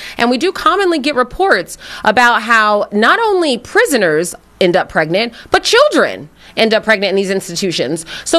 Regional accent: Philadelphia, Pennsylvania, United States; I'm born and raised in Philadelphia. I love it here. I call myself a townie proudly.

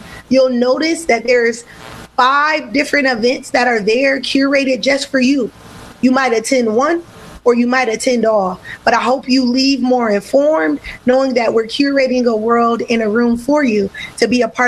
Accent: New York, United States; now in Mount Erie, United States; As a New Yorker now living in Mount Erie, homeowner

